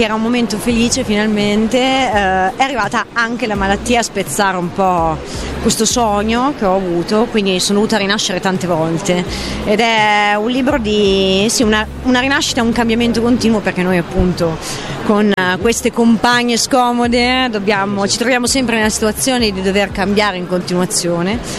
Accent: Emilia-Romagna, Italy; E io sono emiliana

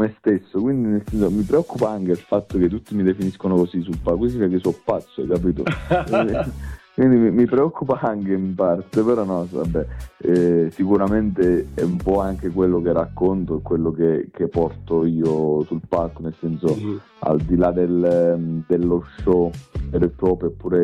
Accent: Lagonegro, Basilicata, Italy; Adesso il 27 tra l'altro la facciamo a Lago Negro nel mio paese

